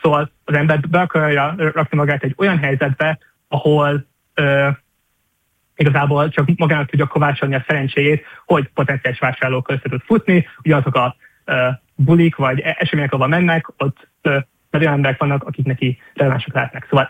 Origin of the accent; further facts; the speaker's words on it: Szentes, Csongrád-Csanád, Hungary; moved away as an adult; also born or lived in Paris; én Szentesről vagyok. Ez egy kis alföldi település, ahol az ember nyilván nem hall startupokról, meg ilyesmi dolgokról.